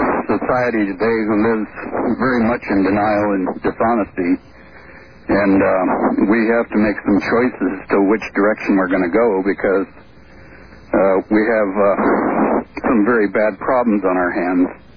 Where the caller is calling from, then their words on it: Los Angeles, California, United States; From Los Angeles.